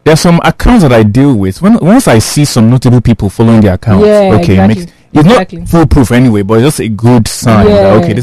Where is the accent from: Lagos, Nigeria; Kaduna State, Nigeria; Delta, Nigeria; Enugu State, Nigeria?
Lagos, Nigeria; Lekki; from Lekki.